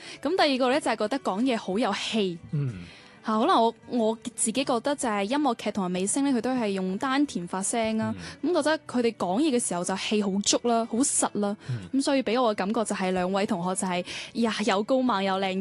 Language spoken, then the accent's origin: Cantonese; Guangdong, China